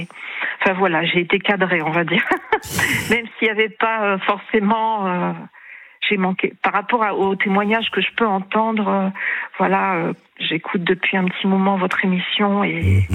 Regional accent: Hauts-de-France, France; now in Charente-Maritime, France; Alors, à la base, je suis originaire du Pas-de-Calais.

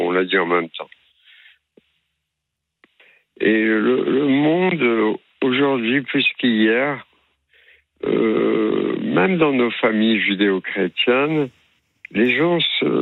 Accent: Orléansville, Chlef Province, Algeria; born there; Je suis né en Algérie de culture juive, donc les grandes familles. Je suis né à Orléansville et j'ai 4 enfants.

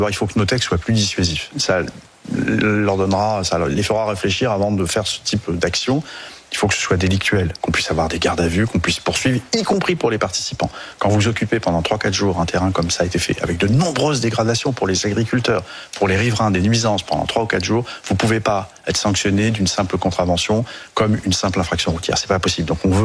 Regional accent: Centre-Val de Loire, France; je suis originaire du département du Cher.

